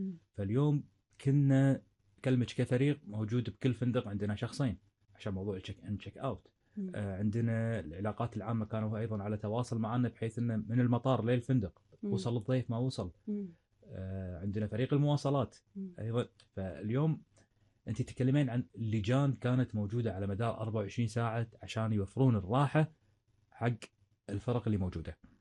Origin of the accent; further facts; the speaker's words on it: Kuwait; تقريبا كنا من الكويت تقريبا 20 شخص.